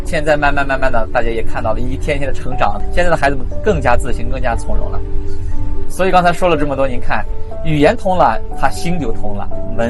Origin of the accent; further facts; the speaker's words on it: Qingyang, Gansu, China; moved away as an adult; now in Maigaiti, Kashgar, China; 我是甘肃庆阳人。